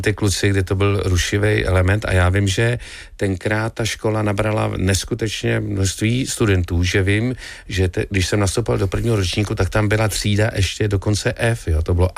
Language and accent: Czech; Nejdek, Karlovy Vary Region, Czechia; já jsem teda se domluvil opravdu s úžasným muzikantem, panem Tótem u nás v Nejtku a začal jsem k němu chodit prostě na hodiny